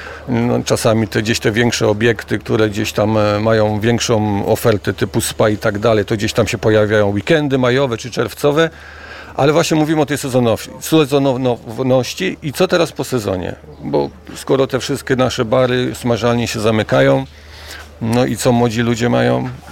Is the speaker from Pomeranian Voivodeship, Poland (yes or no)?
yes; Władysławowo, Pomeranian Voivodeship, Poland; born there; Urodzony z dziada pradziada i muszę powiedzieć, że mam korzenie helskie, bo moim pradziadkiem, sołtysem był